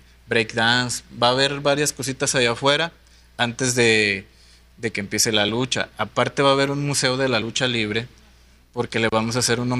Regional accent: Durango, Mexico; a mí que soy duranguense

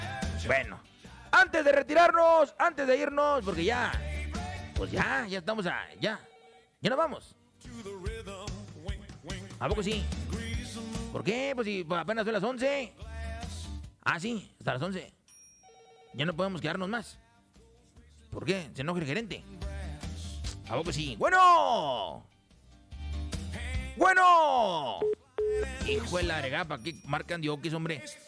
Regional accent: Quito, Pichincha, Ecuador; also born or lived in Mexico; Yo soy ecuatoriano, quiero que sepan. Bueno, mexicano, pero mi infancia fue en Ecuador, güey.

